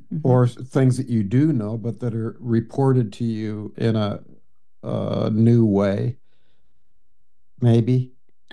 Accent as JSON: {"language": "English", "town": "Storm Lake", "region": "Iowa", "country": "United States", "tie": "born there", "said": "And I was born in Storm Lake. My brother John was 5 years old or whatever when we moved here, 7 years old when we moved here."}